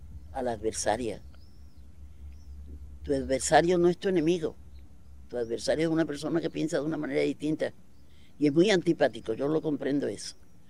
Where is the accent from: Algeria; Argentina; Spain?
Spain; Los españoles en general